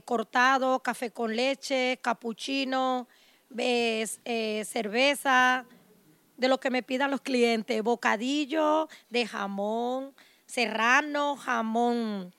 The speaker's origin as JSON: {"language": "Spanish", "country": "Cuba", "moved": "yes", "lives_now": "Barcelona, Spain", "said": "Soy cubana y ahora española."}